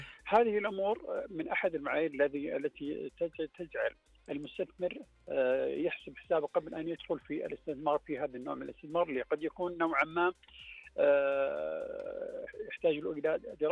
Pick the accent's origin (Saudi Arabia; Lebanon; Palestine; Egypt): Saudi Arabia; في المملكة العربية السعودية وخاصة عندنا في الرياض وجدة